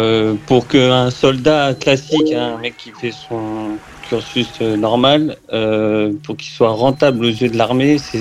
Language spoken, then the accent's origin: French; Noisiel, Île-de-France, France; moved away; Moi, initialement, je suis pas de Solgon, tu vois. J'étais en Île-de-France, j'ai fait toute ma scolarité, toute mon enfance en Île-de-France dans le 77.